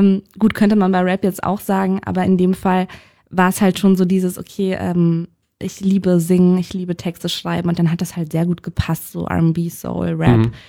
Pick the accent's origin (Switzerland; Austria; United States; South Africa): Austria; Vorarlberg; moved away as an adult; now in Berlin, Germany; ich bin in den Alpen groß geworden, also man musste so 15 Minuten mit dem Auto fahren, damit man überhaupt zu einem Bahnhof kommt.